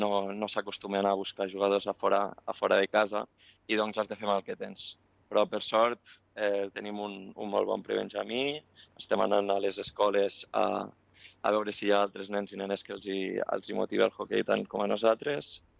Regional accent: La Seu d'Urgell, Catalonia, Spain; Jo sóc de la Seu d'Urgell, sí.

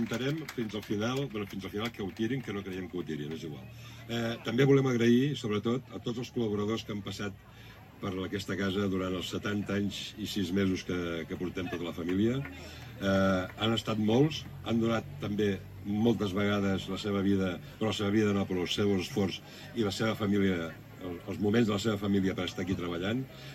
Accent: Sitges, Catalonia, Spain; born there; Jo sóc el que vaig néixer a casa, a Sitges.

